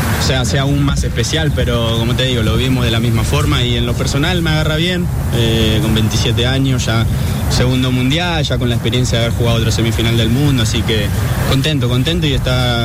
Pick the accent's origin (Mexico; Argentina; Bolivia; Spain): Argentina; representar a nuestro país